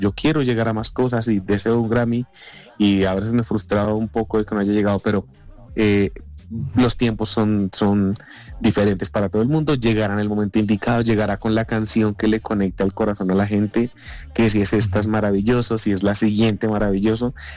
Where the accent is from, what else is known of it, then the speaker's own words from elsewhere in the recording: Bogotá, Colombia; de esos orgullosos de mi querida Bogotá, pero amo representar a mi país. Yo vengo de una familia taxista